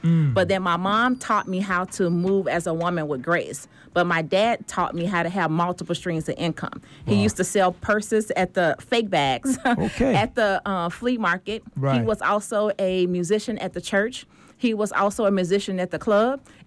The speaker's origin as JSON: {"language": "English", "town": "Chicago", "region": "Illinois", "country": "United States", "said": "even though I hail from Chicago and I'm going global"}